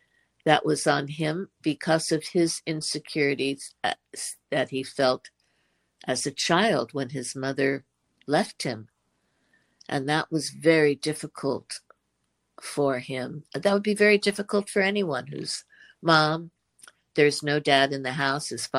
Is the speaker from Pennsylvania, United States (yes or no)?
no; Los Angeles, California, United States; And I told him I was from L.A.